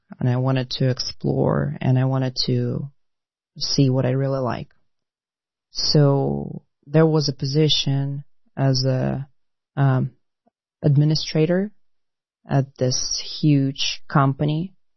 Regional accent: Ukraine; So Ukraine is a very beautiful country. It has the mountains on the west, the Black Sea on the south, plenty of parks

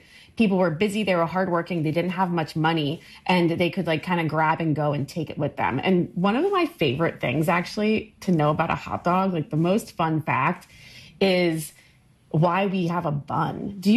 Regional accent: Maryland, United States; Like me growing up in Maryland, those are always the things, a hot dog or a hamburger.

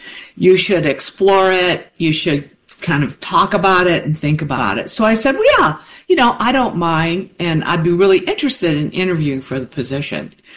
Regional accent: Detroit, Michigan, United States; And I was there for a couple of years, and I live in Detroit, born and raised in Detroit.

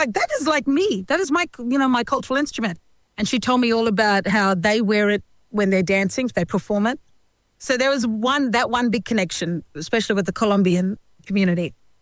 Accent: Cairns, Queensland, Australia; I'm originally from Cairns, far north Queensland. I'm a proud Aboriginal and Torres Strait Islander woman.

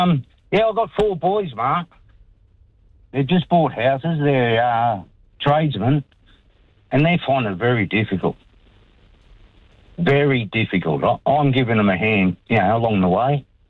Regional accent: Australia; As an Australian voter, have we got any opportunity to have all of us to have a no confidence in this government?

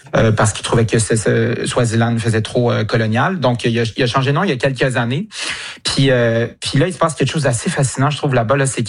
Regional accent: Quebec, Canada; Puis chez nous, au Québec, on est peut-être un peu moins concernés par ça parce que, bon, on n'est pas très religieux. On est parmi les peuples les plus laïcs au monde.

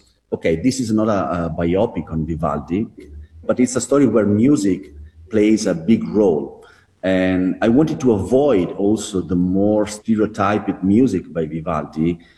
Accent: Venice, Veneto, Italy; Because Venice is my hometown, I was not afraid of showing the beauty of Venice.

